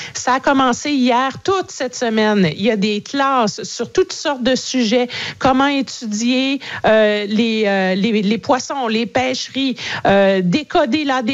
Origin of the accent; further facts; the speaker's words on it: Quebec, Canada; Chez nous, au Québec, c'est intéressant parce que l'initiative a des racines encore plus profondes.